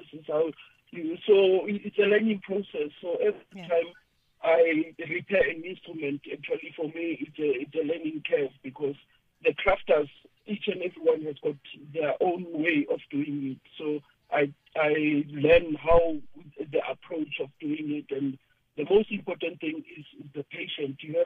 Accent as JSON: {"language": "English", "country": "South Africa", "said": "oh, where are you from? I'm from South Africa."}